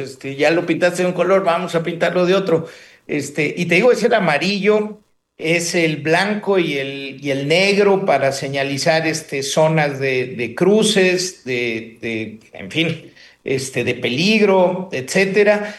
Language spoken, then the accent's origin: Spanish; Mexico City, Mexico